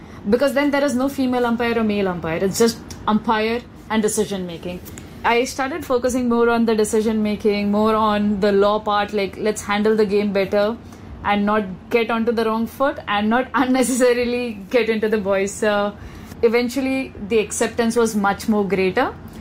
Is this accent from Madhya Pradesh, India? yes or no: no; Mumbai, Maharashtra, India; In India, we first have to clear the exams for the state we belong to. So I came from Mumbai.